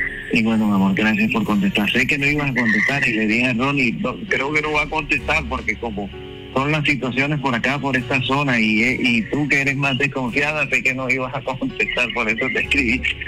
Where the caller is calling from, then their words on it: Barranquilla, Atlántico, Colombia; decírtelo aquí delante de todo mi pueblo barranquillero y todo nacional, los que escuchamos esta gran emisora